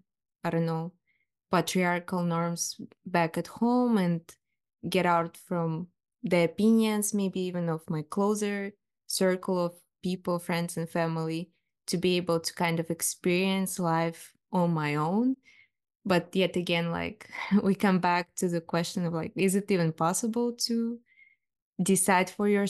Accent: Kazakhstan; moved away as an adult; I think my hometown will be my main home. And I actually hope to maybe go back and live in Kazakhstan for like an extended period, or move back completely if everything falls into place in the future.

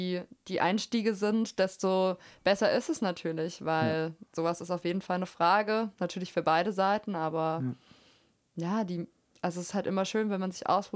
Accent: Thuringia, Germany; Ich komme aus Thüringen, ja.

